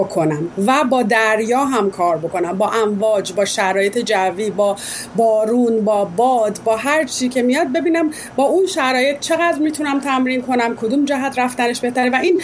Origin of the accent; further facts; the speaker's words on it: Iran; moved away; من خب سالهاست خارج از ایران زندگی میکنم،